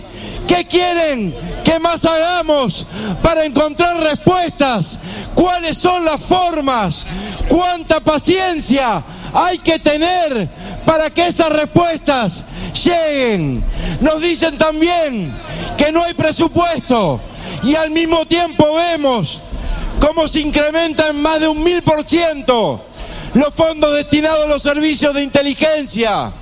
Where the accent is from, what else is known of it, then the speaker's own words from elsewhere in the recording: Argentina; Quienes somos hijos de la Universidad Pública Argentina